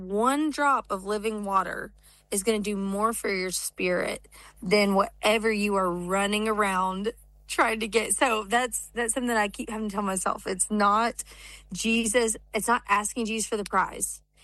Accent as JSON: {"language": "English", "region": "Alabama", "country": "United States", "said": "I'm from Alabama."}